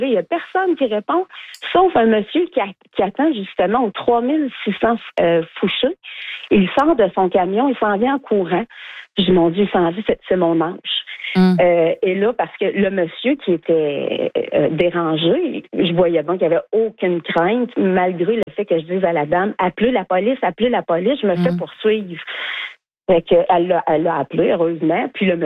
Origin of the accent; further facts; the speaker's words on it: Trois-Rivières, Quebec, Canada; Je suis native de Trois-Rivières.